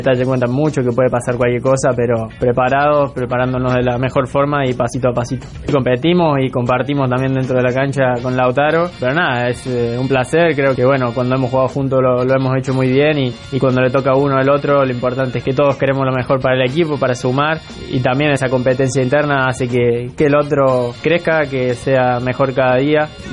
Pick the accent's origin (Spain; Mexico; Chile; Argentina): Argentina; Como argentino siempre la ilusión está y siempre pensamos en ser campeones